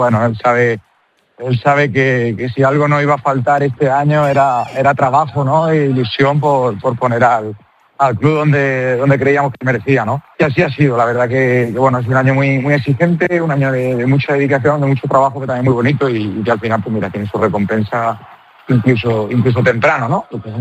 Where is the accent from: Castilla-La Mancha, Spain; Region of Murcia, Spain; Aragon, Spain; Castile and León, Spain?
Region of Murcia, Spain; Murcia; Yo soy de Murcia